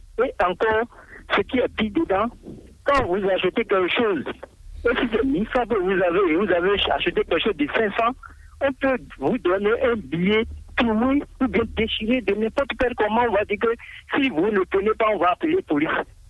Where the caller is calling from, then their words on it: Benin; Je vous appelle de Toba.